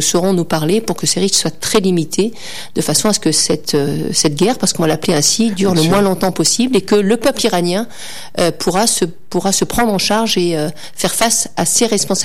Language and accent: French; France; en tant que Français, globalement, en tant que femme